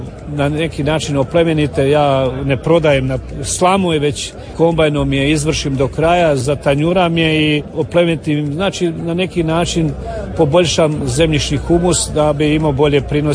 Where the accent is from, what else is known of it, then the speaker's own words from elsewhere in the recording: Bobovac, Sisak-Moslavina County, Croatia; Ja sam iz Bobovca, općina Sunja, to je selo jedno između poteza Sisak i Jasenovac na pola puta kraj same rijeke Save.